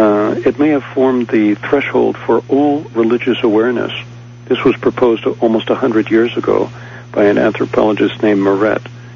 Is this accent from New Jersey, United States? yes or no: no; New York City, New York, United States; moved away as an adult; also born or lived in Boulder, Colorado; I grew up in New York City, and when I went into the Peace Corps in 1964